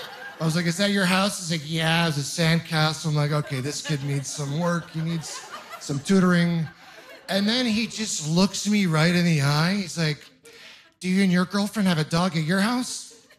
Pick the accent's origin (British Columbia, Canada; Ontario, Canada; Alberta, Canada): Ontario, Canada; I'm originally from Ontario.